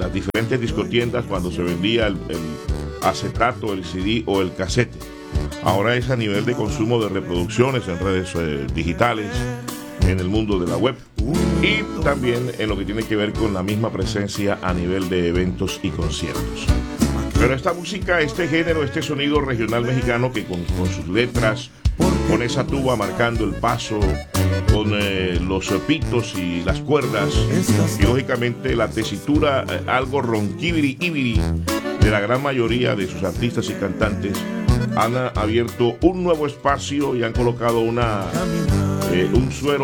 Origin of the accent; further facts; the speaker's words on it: Colombia; Cinco 17 en mi país, Colombia.